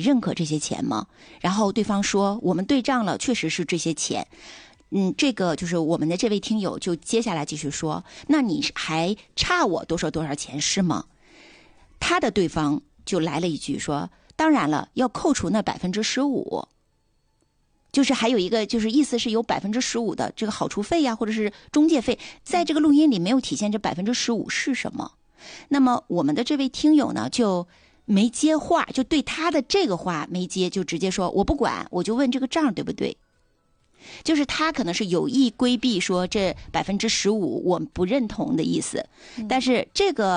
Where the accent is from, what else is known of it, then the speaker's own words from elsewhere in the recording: China; 我们中国人避免不了去考虑这些问题。